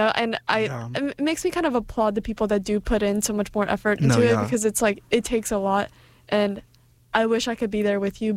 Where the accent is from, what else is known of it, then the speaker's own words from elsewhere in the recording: Ukraine; English is a second language; now in Boston, United States; I don't know if all the viewers know this, but I'm from Ukraine, and with the war and everything, I try to be somewhat involved in things.